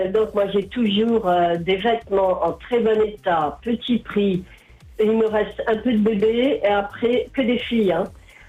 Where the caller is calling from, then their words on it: Nouméa, South Province, New Caledonia; je suis sur Nouméa.